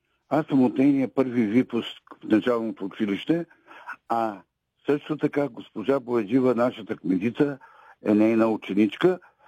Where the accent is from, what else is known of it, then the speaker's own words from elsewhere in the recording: Teteven, Lovech Province, Bulgaria; съм от Тетевен.